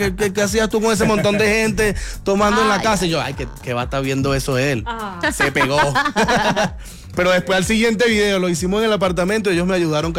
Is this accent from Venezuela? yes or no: yes; Caricuao, Capital District, Venezuela; Entonces sí, yo soy de Caricuao y siempre llevé mi bandera en alto de Caricuao, es otro país.